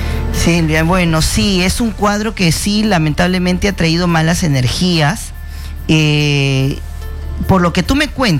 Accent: Chiclayo, Lambayeque, Peru; now in Lima, Peru; Desde Chiclayo, mi tierra hermosa.

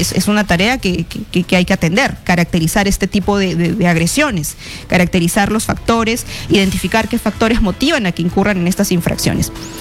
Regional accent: Peru

